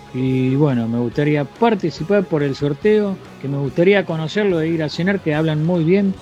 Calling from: Buenos Aires, Argentina; del barrio de Villurquiza, en la ciudad autónoma de Buenos Aires

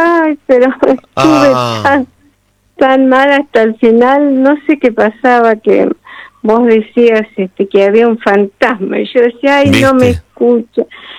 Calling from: Santa Rosa, La Pampa, Argentina; de La Pampa.

